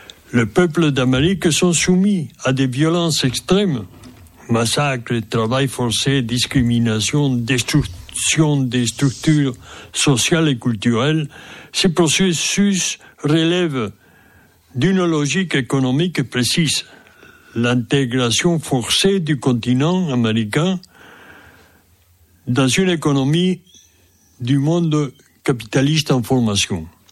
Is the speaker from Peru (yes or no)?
yes; Peru; born or raised there; moved away as an adult; now in France